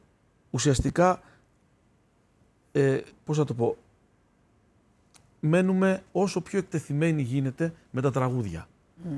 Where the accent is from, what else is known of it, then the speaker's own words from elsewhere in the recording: Tashkent, Uzbekistan; now in Greece; Όταν ήρθαμε λοιπόν από την Τασκένδη, αυτά που ήρθαμε μαζί μας, από όλα τα υπάρχοντα που μπορούσαμε να φέρουμε, ήταν δύο πιάνα.